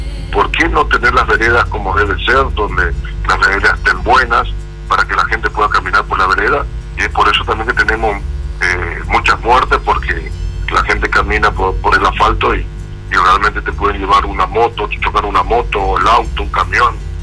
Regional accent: Luque, Central, Paraguay; born there; yo nací en Luque, en Cura Romero

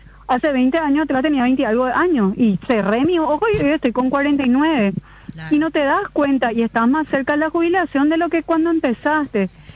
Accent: Paraguay; ¿qué es lo que nosotros queremos como paraguayos?

